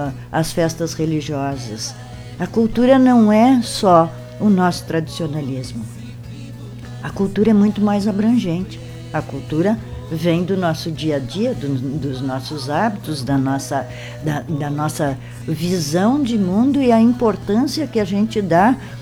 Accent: Cambará do Sul, Rio Grande do Sul, Brazil

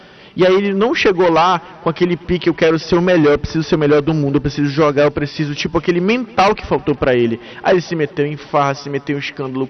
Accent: Brazil; eu, como brasileiro que não sou pró Neymar

